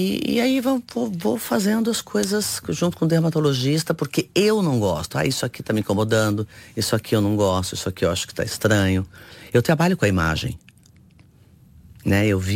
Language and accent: Portuguese; Brazil; eu sou brasileira.